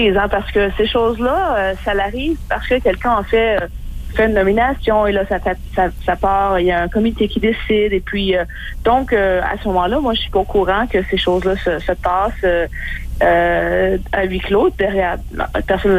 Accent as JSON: {"language": "French", "region": "Quebec", "country": "Canada", "also_born_or_lived": "Ontario", "moved": "yes", "said": "j'ai quand même passé 20 ans de ma vie ici, bien sûr, je viens du Québec. Si j'avais pensé un jour être dans un temple de la renommée quelconque, moi j'aurais pensé que ça aurait été au Québec, mais sûrement pas en Ontario."}